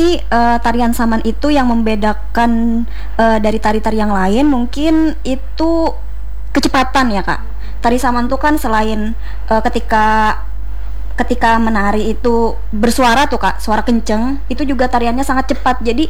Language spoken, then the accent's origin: Indonesian; Banjar, South Kalimantan, Indonesia; Banjar sih, Kak, Banjar asli murni.